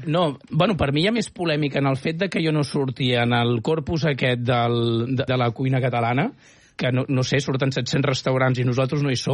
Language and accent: Catalan; Catalonia, Spain; Jo sóc del Baix Llobregat. Hi ha un creuament allà.